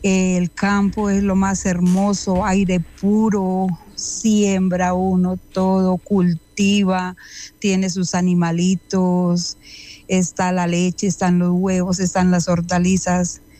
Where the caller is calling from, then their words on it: Chivatá, Boyacá, Colombia; Qué felicidad ser uno boyacense, campesino